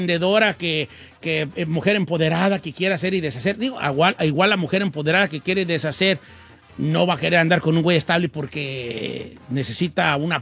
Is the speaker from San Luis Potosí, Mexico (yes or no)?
no; Michoacán, Mexico; trabajo 8 horas, hago uñas acrílicas, también hago postres, cocino de todo y soy de Michoacán.